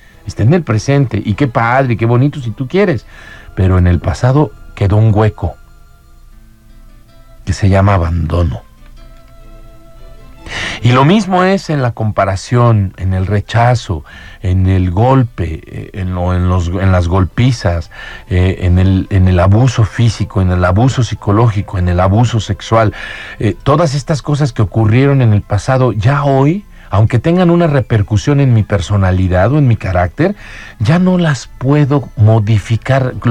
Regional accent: Mexico; como somos los latinos o como somos los mexicanos

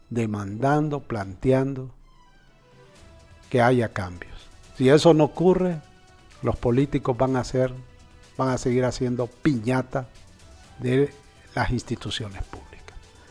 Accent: Honduras; como ciudadanos, como hondureños

